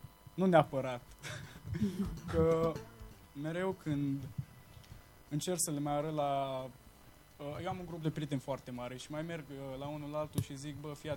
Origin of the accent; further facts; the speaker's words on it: Romania; suntem români